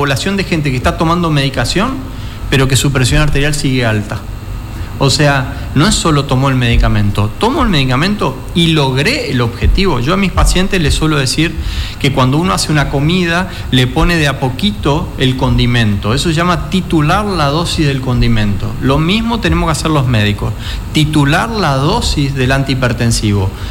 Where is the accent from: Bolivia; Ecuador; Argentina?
Argentina